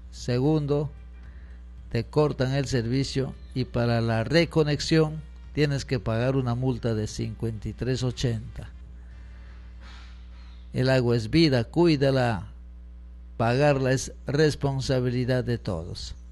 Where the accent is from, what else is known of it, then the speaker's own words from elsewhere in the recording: Peru; Nosotros aquí, como verdaderos peruanos, hemos puesto dos banderas